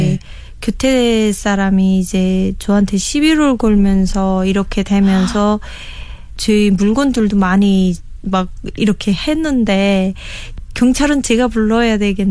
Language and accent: Korean; North Pyongan, North Korea; now in South Korea; 아, 대한민국 정착 7년, 7개월 차 되는 평안북도에서 온